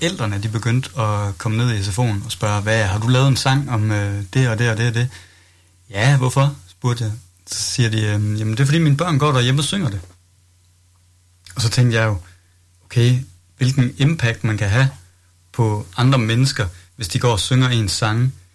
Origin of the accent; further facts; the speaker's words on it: Skanderborg, Central Denmark Region, Denmark; Så jeg er fodbolddreng, vokset op med fodbold, og det var sådan mit liv i mine unge dage i Skanderborg, hvor jeg voksede op.